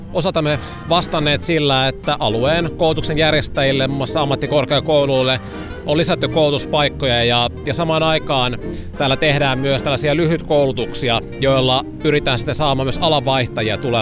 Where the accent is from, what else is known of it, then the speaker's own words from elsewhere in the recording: Rauma, Satakunta, Finland; Meillä Raumalla